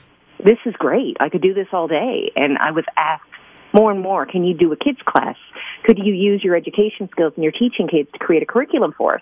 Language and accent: English; Newfoundland and Labrador, Canada; born or raised there